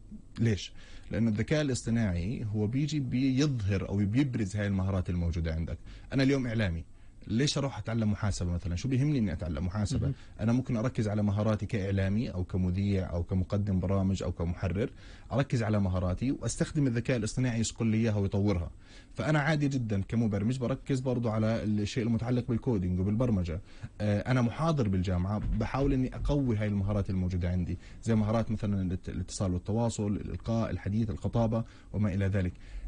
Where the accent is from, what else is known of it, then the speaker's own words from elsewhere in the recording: Palestine; احنا كفلسطينيين